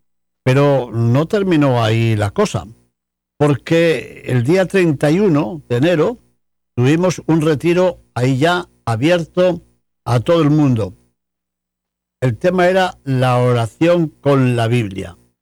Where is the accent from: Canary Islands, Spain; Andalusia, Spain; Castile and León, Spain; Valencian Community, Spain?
Castile and León, Spain; Salamanca; Con razón, las gentes de mi tierra en Salamanca me dicen, ¿pero qué le dan en Estados Unidos si se ha pasado usted allá medio año?